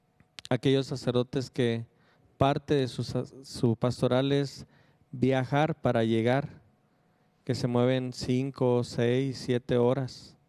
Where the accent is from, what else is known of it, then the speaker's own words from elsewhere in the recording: Chihuahua, Mexico; como lo es el caso de la diócesis de Tarahumara, de Chihuahua, de donde vengo